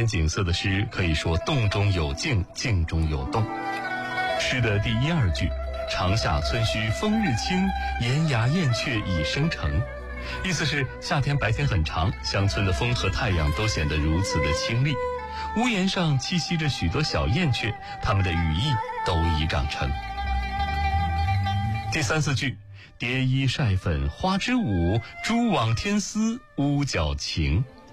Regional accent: China

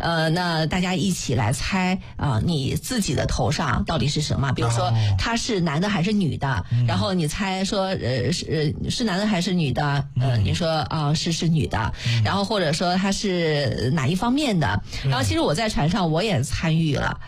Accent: China; 其实我觉得我们中国人可能都比较含蓄呀

